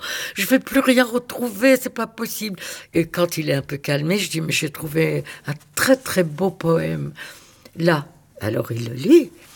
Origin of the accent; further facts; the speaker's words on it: Hauts-de-France, France; moved away; je fais le ménage parce que je viens du Nord